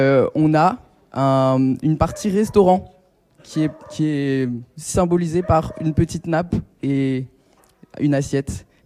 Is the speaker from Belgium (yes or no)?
no; Strasbourg, Grand Est, France; une bière météore parce qu'on vient d'Alsace. Voilà. Capitale de Noël. On vient de Strasbourg.